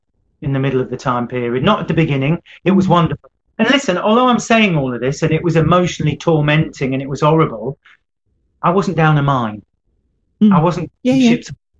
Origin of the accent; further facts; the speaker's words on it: England, United Kingdom; being a Brit, oh, I'm sorry, you know. And he said, "You're English." And I said, yeah.